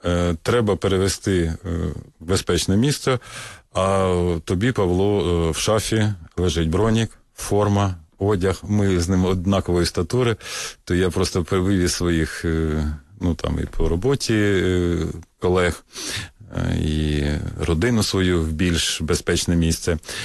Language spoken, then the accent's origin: Ukrainian; Kharkiv, Kharkiv Oblast, Ukraine; Я сам з Харкова, да.